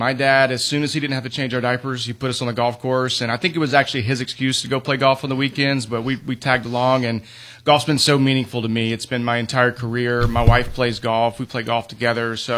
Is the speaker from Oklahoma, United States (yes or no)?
no; Perry, Georgia, United States; moved away as an adult; now in Florida, United States; I grew up in Georgia. My wife and I moved down to Florida about 10 years ago